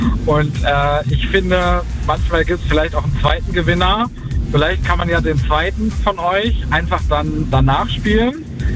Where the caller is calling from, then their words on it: Sarstedt, Lower Saxony, Germany; fahre gerade aus Osten Deutschlands wieder nach Saarstedt zurück.